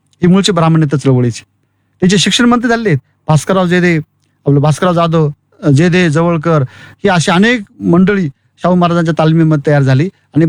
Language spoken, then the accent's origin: Marathi; Shendra, Maharashtra, India; मी मूळचा शेंद्रा, जिल्हा परभणी, तालुका परभणी. 1969 आमची सगळी शेती, आमचं गाव, म्हणजे माझ्या आमच्या गावासोबत दुसरे 2 गावं, आमचं गाव शेती सगळी आम्ही कृषी विद्यापीठाला दिलेली आहे